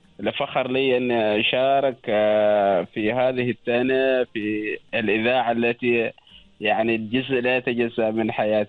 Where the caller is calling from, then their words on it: Oman; ثقافة لنا احنا كعمانيين